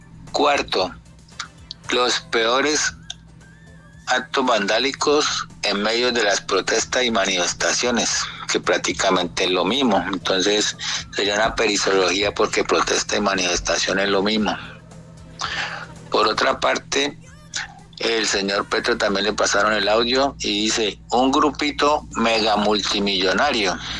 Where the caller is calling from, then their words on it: Cali, Valle del Cauca, Colombia; le hablo desde Cali